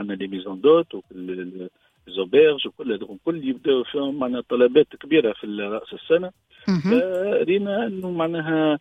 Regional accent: Tunisia; احنا تعرف في تونس

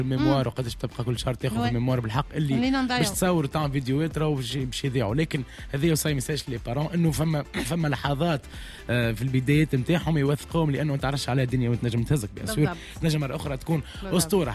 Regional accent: Tunisia; موجودة عندنا في تونس

